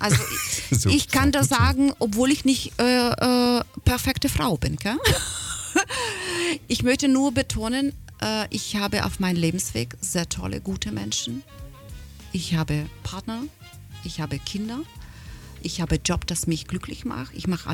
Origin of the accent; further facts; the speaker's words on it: Ukraine; German is a second language; moved away as an adult; now in Germany; weil ich in der Ukraine, also gebürtige Ukrainerin, in der Schule damals gearbeitet